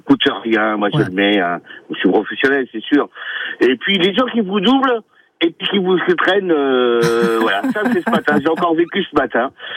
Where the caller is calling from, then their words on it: Terrasson-Lavilledieu, Nouvelle-Aquitaine, France; Bah, j'habite Terrasson, mais là, je suis à Népoul, en fait. J'habite Terrasson et je travaille en Corrèze